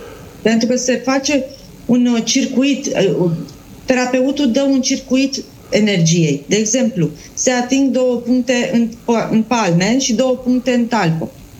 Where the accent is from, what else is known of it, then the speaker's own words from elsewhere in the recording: Bucharest, Romania; Eu fiind în București, eu sunt din București.